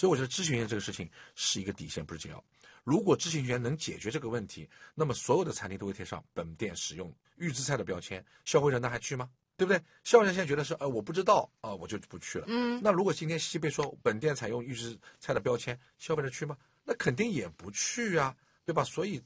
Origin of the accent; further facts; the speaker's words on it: China; 我们中国人餐饮文化里面，锅气、现炒，这都是我们需求的东西